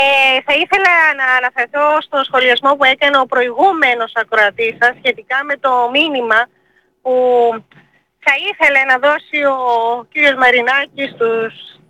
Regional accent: Greece; Και είμαι μία από τις Ελληνίδες η οποία ταξιδεύει διαρκώς στο εξωτερικό και πονάει η ψυχή μου όταν βλέπω τη χώρα μου να ρημάζει.

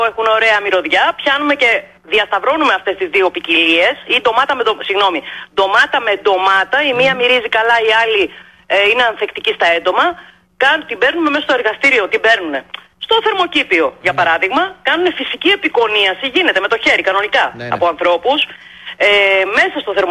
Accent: Heraklion, Crete, Greece; Την πόλη μου άντε να υπάρχουν 20, εγώ σου λέω, σε 250.000 κατοίκους του Ηρακλείου, του νομού Ηρακλείου, άντε να υπάρχουν 20.

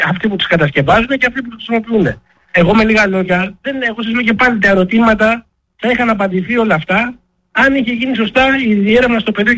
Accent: Greece; ως Έλληνες πολίτες

